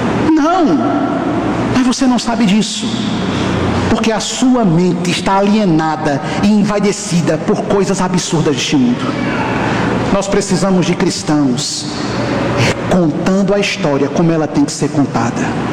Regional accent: Brazil; Nós somos brasileiros por providência.

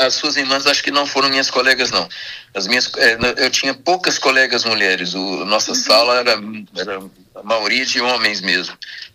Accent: Diamantina, Minas Gerais, Brazil; Eu amo minha terra, amo Diamantina, amo a nossa região, daqui do Vale, Minas Gerais. Eu sou extremamente sensível ao lugar onde nascemos e fomos criados, né?

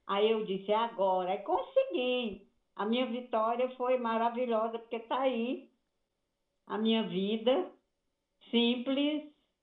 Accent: Massapê, Ceará, Brazil; moved away as an adult; also born or lived in Sobral; now in Fortaleza, Brazil; lá no interior, a primeira vez que eu me senti até honrada, fui convidada por um prefeito de lá da minha cidade, Massapê

